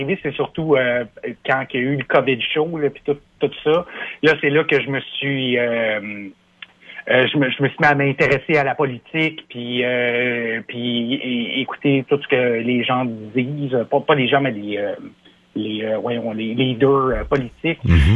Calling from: Montreal, Quebec, Canada; Ben, moi, je vous suis de Montréal.

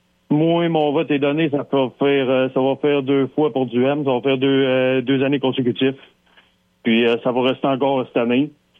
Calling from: Charlevoix, Quebec, Canada; Moi, je viens de Charlevoix, OK?

